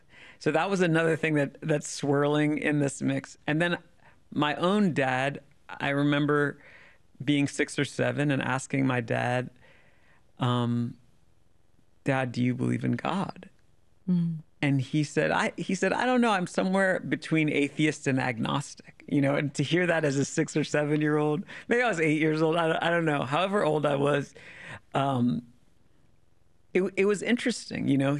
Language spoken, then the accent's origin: English; Washington, District of Columbia, United States; because I was growing up in Washington, D.C., where you kind of can't tune that stuff out.